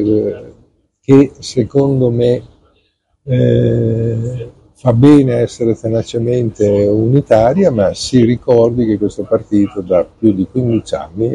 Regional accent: Bologna, Emilia-Romagna, Italy; Guarda, io sono un bolognese

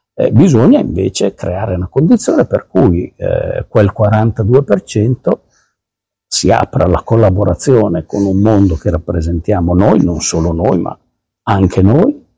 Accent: Piedmont, Italy; io vengo dalla Val d'Ossola

